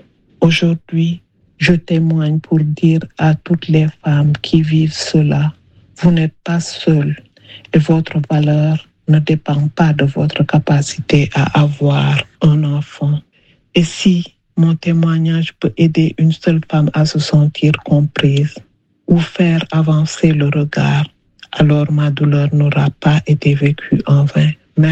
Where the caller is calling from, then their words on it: Le Vésinet, Île-de-France, France; j'ai 40 ans et j'habite au Vésiné.